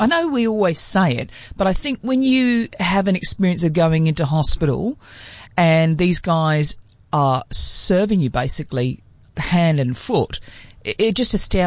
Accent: England, United Kingdom; now in Joondalup, Australia; That's all I'm saying because I'm English.

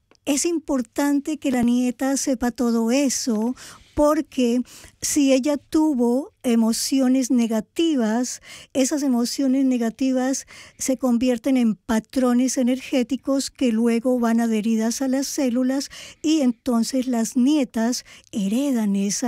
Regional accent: Colombia; Yo soy colombiana y me fui a buscar mis raíces maternas en el Huila

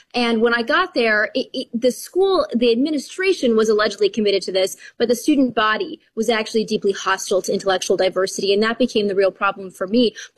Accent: Wisconsin, United States; but it was in Chicago and I was from Wisconsin.

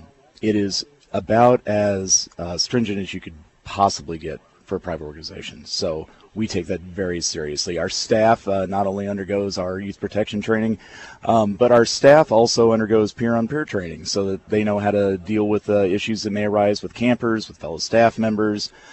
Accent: Rochester, United States; I'm from the Rochester area.

